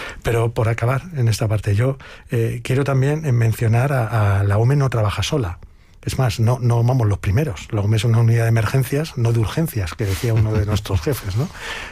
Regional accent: Spain; o como somos los españoles, es que somos empáticos por naturaleza.

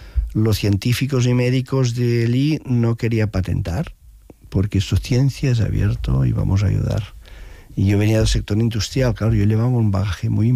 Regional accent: Arenys de Mar, Catalonia, Spain

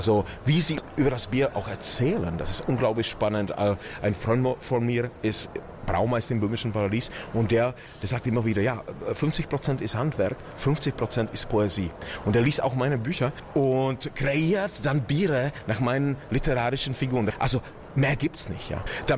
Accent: East Bohemia, Czechia; Ich komme ja eben aus Böhmen, ne? Ganz konkret aus Ostböhmen.

